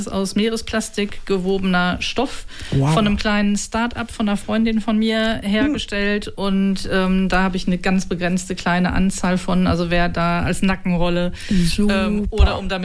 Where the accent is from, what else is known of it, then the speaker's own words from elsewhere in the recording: Herten, North Rhine-Westphalia, Germany; now in Bremen, Germany; Wobei ich ja jetzt lange schon in Bremen lebe, aber ein Teil der Menschen kennt mich dort auch.